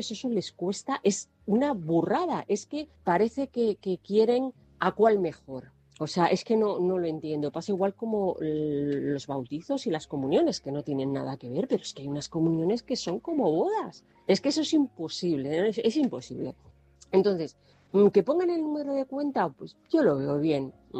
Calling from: Toledo, Castilla-La Mancha, Spain; de Toledo.

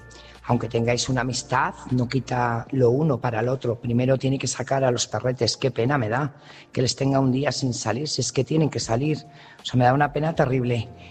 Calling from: Burgos, Castile and León, Spain; Buenas noches … corresponsal de Burgos.

